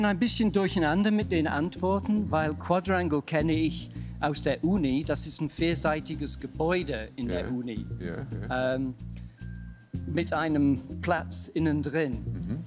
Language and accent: German; Manchester, North West England, United Kingdom; German is a second language; now in Berlin, Germany; Ich komme aus Berlin, aber aus England.